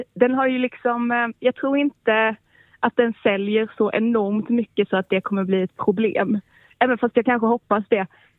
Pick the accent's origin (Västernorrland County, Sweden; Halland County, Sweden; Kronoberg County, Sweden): Halland County, Sweden; Hasslöv; Jag kommer själv från Hasslöv, så kärleken finns väl mycket här nere.